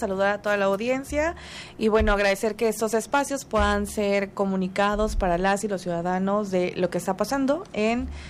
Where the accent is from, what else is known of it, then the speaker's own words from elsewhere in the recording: Tabasco, Mexico; que somos todos los tabasqueños en total